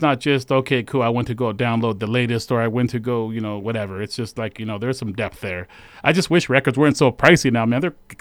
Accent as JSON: {"language": "English", "country": "United States", "said": "because I am American"}